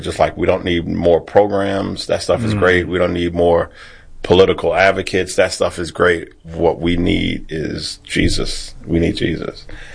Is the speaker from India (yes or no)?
no; Baton Rouge, Louisiana, United States; I'm from Baton Rouge, Louisiana. So gumbo, jambalaya, Cajun food, all that good stuff.